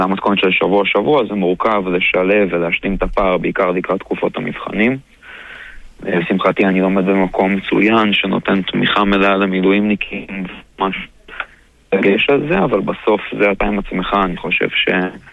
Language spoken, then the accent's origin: Hebrew; Ra'anana, Central District, Israel; בן 25, מרעננה